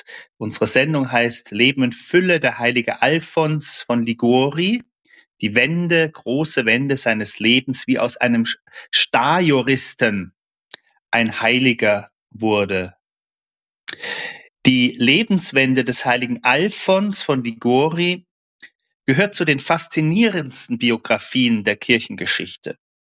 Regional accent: Saarbrücken, Saarland, Germany; das bei uns im Saarland etwa 20 Kilometer entfernt von meinem Heimathaus in Saarbrücken

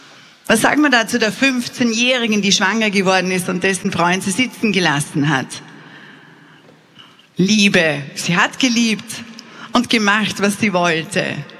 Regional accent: Austria; Ja, ja, ja, wir sind Österreicher, natürlich haben wir Englisch gelernt.

